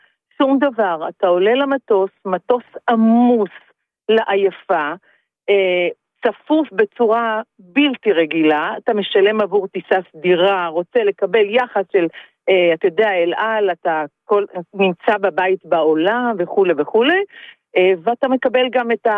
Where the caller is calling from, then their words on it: Kiryat Ono, Tel Aviv District, Israel; אני מקריית אונו.